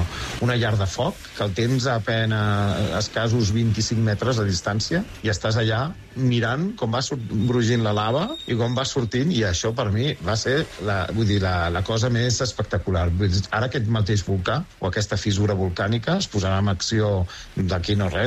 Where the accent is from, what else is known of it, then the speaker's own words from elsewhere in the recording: Barcelona, Catalonia, Spain; i jo soc de Gràcia, i haig de dir que Gràcia, això, jo ho tenia més... anava saludant els veïns, coneixies a la gent